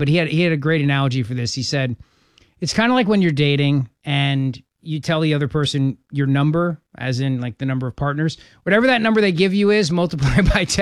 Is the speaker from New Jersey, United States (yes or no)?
yes; New Jersey, United States; I grew up in Jersey politics, and I spent a lot of time in Philly politics.